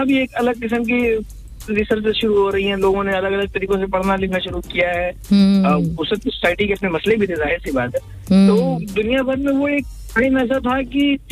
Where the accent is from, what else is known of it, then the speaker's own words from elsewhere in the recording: Lucknow, Uttar Pradesh, India; मैं हिंदुस्तान से हूँ।